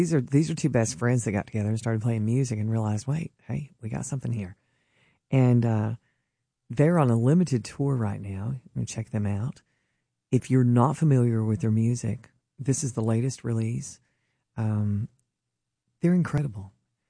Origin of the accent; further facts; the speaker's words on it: Calhoun, Georgia, United States; my hometown of Calhoun, Georgia.